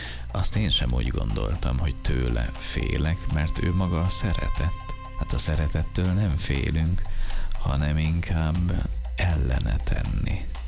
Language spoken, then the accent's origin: Hungarian; Hungary; Itt nek magyarok vagyunk, és direkt így írja a fordítás.